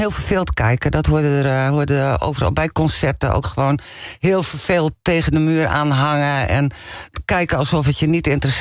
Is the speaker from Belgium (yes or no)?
no; Sneek, Friesland, Netherlands; wij komen natuurlijk uit Sneek.